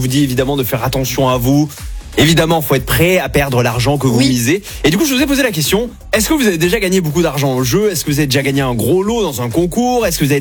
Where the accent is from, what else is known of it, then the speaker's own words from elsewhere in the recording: Mont-de-Marsan, Nouvelle-Aquitaine, France; Ouais, moi, je suis de Mont-de-Marsan, Aurélie, c'est pour ça que je connais bien.